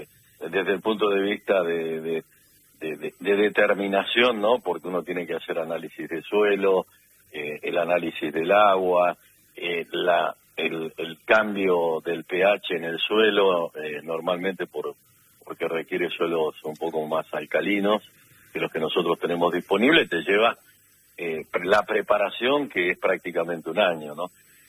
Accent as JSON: {"language": "Spanish", "town": "Martínez de Oz", "region": "Buenos Aires Province", "country": "Argentina", "said": "Yo de un pueblito de Martínez de Oz, a 20 kilómetros de distancia, sí. En el partido de Lincoln, ¿no?"}